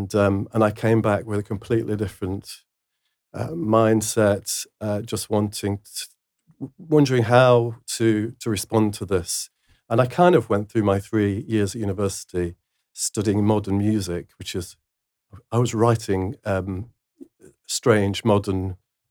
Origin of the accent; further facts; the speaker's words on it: Mansfield, East Midlands, United Kingdom; we grew up in Mansfield, another coal mining town.